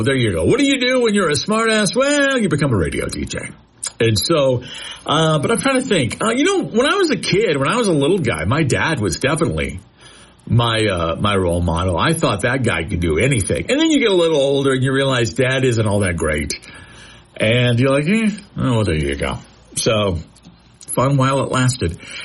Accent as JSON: {"language": "English", "country": "United States", "tie": "born or raised there", "said": "I grew up just outside of Kansas City, and George Brett was a Kansas City Royal, and I loved George Brett."}